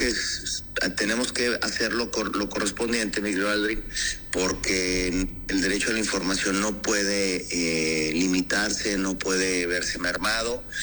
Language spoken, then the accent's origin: Spanish; Mexico; como mexicanas y mexicanos